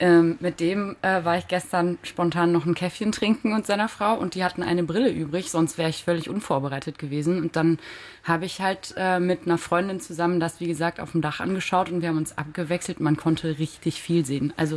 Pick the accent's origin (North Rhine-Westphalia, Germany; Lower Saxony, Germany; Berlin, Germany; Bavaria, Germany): North Rhine-Westphalia, Germany; now in Cologne, Germany; Und also wir kommen ja ursprünglich aus dem Ruhrgebiet.